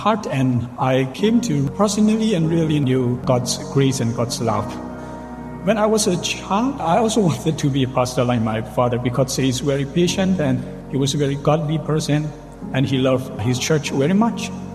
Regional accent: Myanmar; moved away as an adult; now in Philippines; 31 years old. I'm from northern Myanmar, from the city of Budao

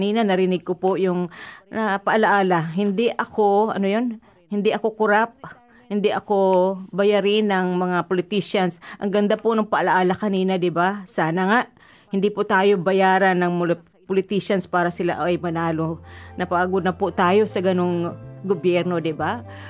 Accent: Davao City, Davao Region, Philippines; accent: Bisaya; Ako, Bisaya man ako dahil, no? Tagadabaw ako. So, mayroon accent ang Timorlin na, ano ba yun? May accent na Bisaya.

